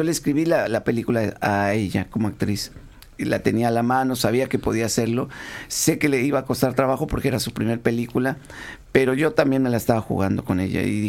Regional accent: Mexico; moved away; Yo soy mexicano

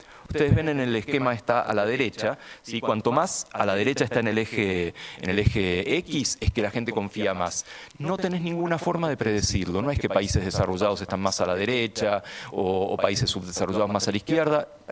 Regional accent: Argentina; instituciones muy importantes en mi país

